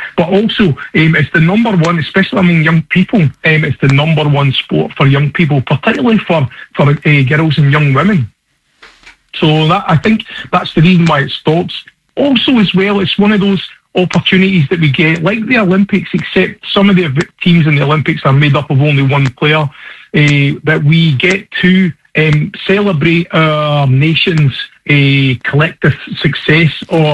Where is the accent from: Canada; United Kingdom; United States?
United Kingdom; Scotland; because obviously I am Scottish, you know